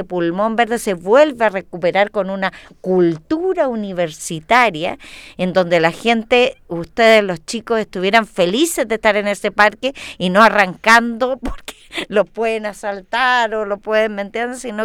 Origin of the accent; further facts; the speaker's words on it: Chile; nosotros como chilenos, que somos una mezcla, ¿no es cierto?, de razas y de cultura